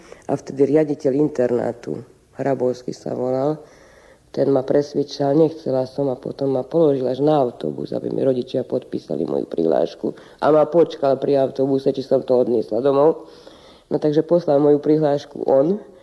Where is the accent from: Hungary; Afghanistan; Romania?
Hungary; also born or lived in Slovakia; Tak ja ti musím povedať úprimne, že ja som to, že ja som Slovenka tu v Maďarsku necítila. Ja som to pocítila až na Slovensku.